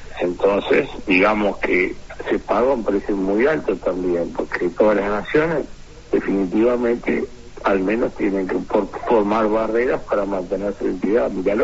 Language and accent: Spanish; Uruguay; Ahora, cubano, porque bueno, vengo, voy a Uruguay porque no puedo estar más en mi país